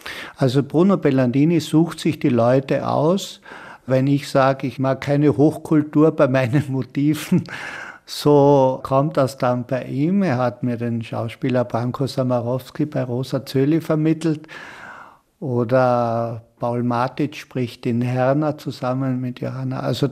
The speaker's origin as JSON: {"language": "German", "town": "Kötschach-Mauthen", "region": "Carinthia", "country": "Austria", "said": "dass ich in Kötschaft-Mauthen in Kärnten, wo ich herkomme, der Erbe meiner Tante bin."}